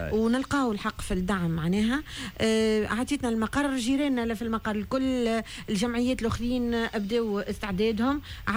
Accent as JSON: {"language": "Arabic", "country": "Tunisia", "said": "احنا دوله تونسيه عربيه مسلمه اما ما ننكروش في اصلنا وفخورين باصلنا ونتفخروا به قدام العالم"}